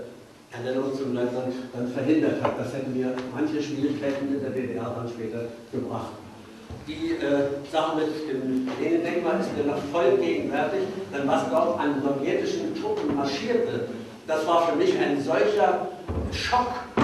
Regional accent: Königsberg, Kaliningrad Oblast, Russia; Ich habe 1943 in Königsberg, meiner Heimatstadt, das Abitur gemacht

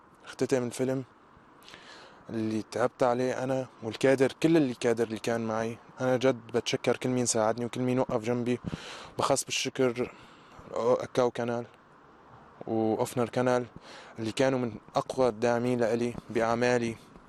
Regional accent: Syria; ووصل كل شيء بجواتي كوني شاب سوري. بس صدقوني، قد ما كانت الحياة حلوة بالغربة

